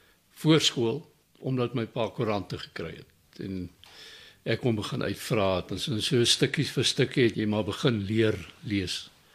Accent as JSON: {"language": "Afrikaans", "region": "Western Cape", "country": "South Africa", "tie": "born there", "said": "Ek is gebore in die Kaap. Ons het op Langebaan weg op die lugmagbasis. Daai tyd die lugmagstasie Langebaan weg gebly tot aan die einde van my eerste kwartaal van skool. Toe is ons verplaas."}